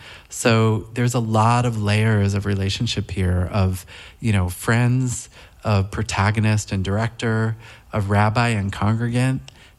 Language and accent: English; Brooklyn, New York, United States; I say that I'm from deep coastal Brooklyn, and my family made chocolate syrup.